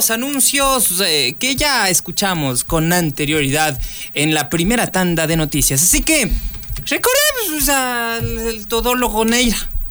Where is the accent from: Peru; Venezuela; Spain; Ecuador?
Ecuador; Qué migajeros que somos los ecuatorianos.